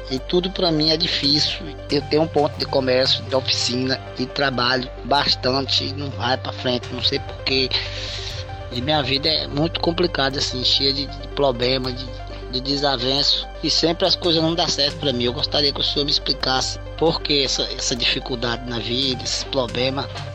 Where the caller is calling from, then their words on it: Sebastião Barros, Piauí, Brazil; sou aqui do Piauí, Sebastião Barro.